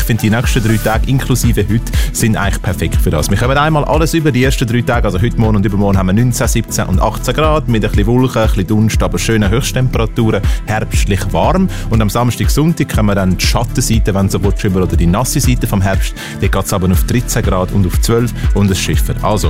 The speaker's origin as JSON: {"language": "German", "town": "Zürich", "region": "Zurich", "country": "Switzerland", "said": "wir haben Grund zu feiern als Zürcher."}